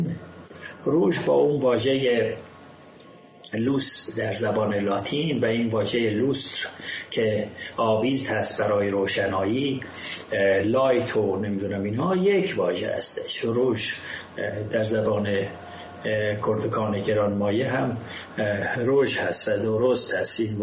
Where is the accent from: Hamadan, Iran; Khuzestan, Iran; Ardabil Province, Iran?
Ardabil Province, Iran; Ardabil; در زبان مردم اردبیل که من اردبیلی هستم،